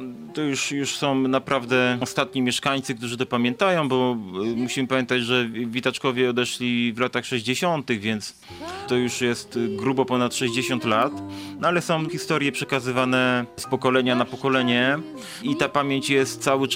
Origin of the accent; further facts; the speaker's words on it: Brwinów, Masovian Voivodeship, Poland; now in Milanówek, Poland; Jestem elementem napływowym z Milanówka, ale niedaleko, bo raptem z Brywinowa, więc kilka kilometrów obok.